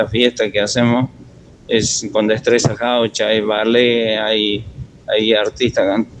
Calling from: Concepción, Tucumán, Argentina; Y este domingo en nuestra ciudad se celebra el día de las agrupaciones gauchas.

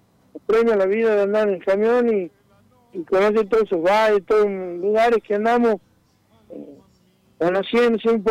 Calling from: Santa Rosa de Leales, Tucumán, Argentina; mi pueblito Santa Rosa de Leales

